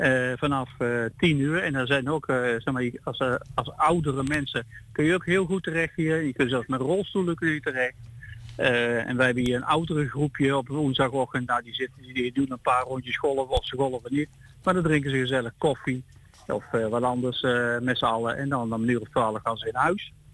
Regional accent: Ede, Gelderland, Netherlands; Wij komen uit Ede vandaan.

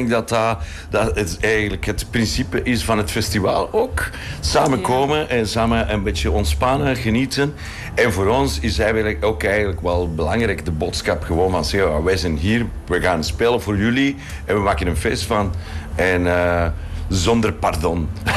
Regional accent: Mexico; moved away; ik kan dat niet negeren dat ik kom uit Mexico.

